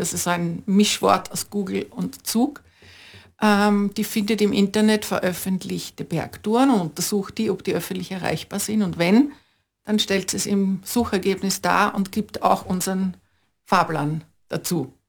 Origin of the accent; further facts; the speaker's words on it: Vienna, Austria; Ich komme aus Wien